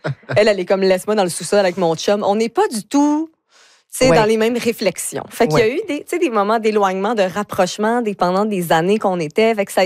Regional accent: Deux-Montagnes, Quebec, Canada; moved away; quand je dis que je viens de Deux-Montagnes

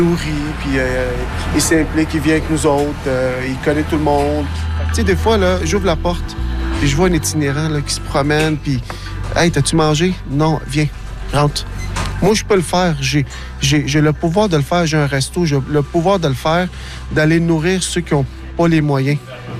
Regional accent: Verdun, Quebec, Canada; Verdun, j'ai grandi dans Verdun, je connais les difficultés que les Verdunois ou que les jeunes y ont eu.

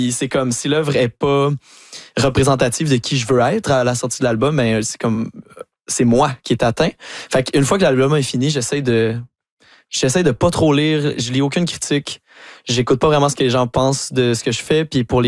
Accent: Saint-Hyacinthe, Quebec, Canada; parce que moi je viens de Saint-Hyacinthe qui est une ville agricole

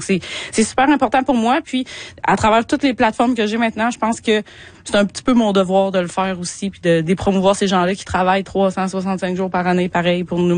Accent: Quebec, Canada; Tu sais, moi j'ai cuisiné de la viande sauvage toute ma vie depuis que je viens de l'Abitibi en fait.

